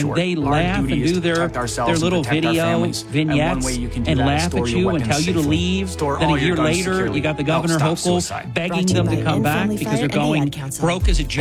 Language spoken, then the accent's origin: English; New Jersey, United States; My home state of New Jersey is absolutely just crazy.